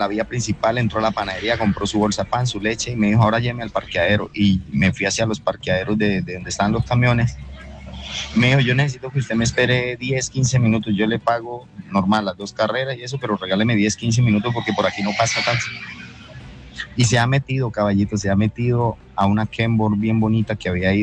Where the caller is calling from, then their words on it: Bucaramanga, Santander, Colombia; Los escucho desde la ciudad de Bucaramanga.